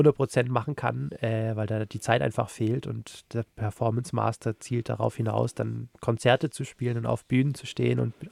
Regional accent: Unterensingen, Baden-Württemberg, Germany; und aber auch nicht zu weit weg von meiner Heimat Stuttgart-Region, Unterenzingen, Nürtingen.

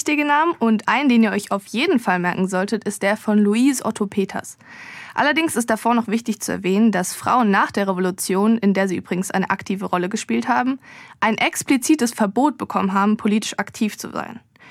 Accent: Freiburg, Baden-Württemberg, Germany; als echte Freiburgerin

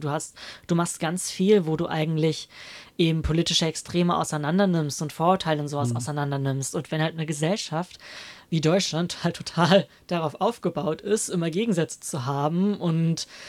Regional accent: Lustenau, Vorarlberg, Austria; now in Tübingen, Germany; ich komme aus Lustenau und dann immer, wenn ich zum Brechtbau fahre, weil ich studiere Literatur, das heißt, die meiste Zeit verbringe ich am Brechtbau.

